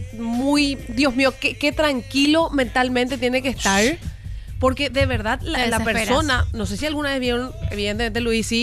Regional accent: Paraguay; Así somos los paraguayos, señoras y señores.

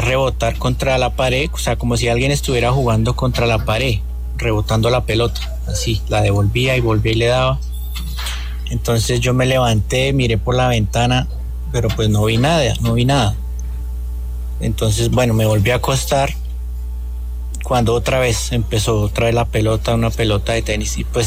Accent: Tabio, Cundinamarca, Colombia; Eso fue en mi infancia en Tabio. Yo soy de Tabio.

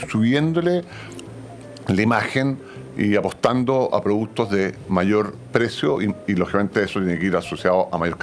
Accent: Chile

